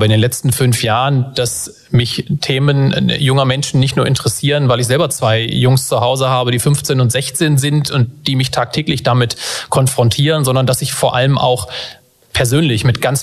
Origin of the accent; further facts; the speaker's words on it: Wolfsburg, Lower Saxony, Germany; als Wolfsburger, als gebürtiger Wolfsburger